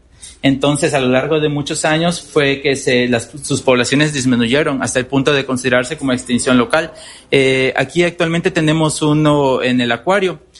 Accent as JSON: {"language": "Spanish", "region": "Campeche", "country": "Mexico", "said": "De donde yo soy, que es igual donde estamos en la Laguna de Términos, era un área por excelencia, porque tiene aguas salobres, gran cantidad de manglar, poca profundidad"}